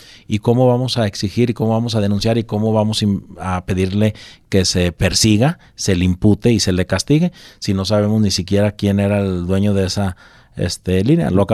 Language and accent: Spanish; Guadalajara, Jalisco, Mexico; born there; yo soy de Guadalajara, aquí nací, aquí vivo, pues me importa Jalisco